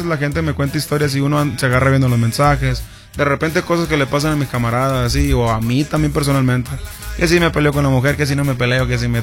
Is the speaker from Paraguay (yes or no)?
no; Mexicali, Baja California, Mexico; Yo también soy de Mexicali.